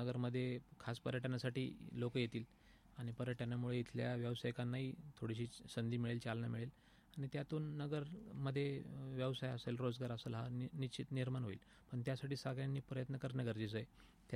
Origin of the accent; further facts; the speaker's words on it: Ahmednagar, Maharashtra, India; suppose आपण नगरची लोकं पुण्याला जातो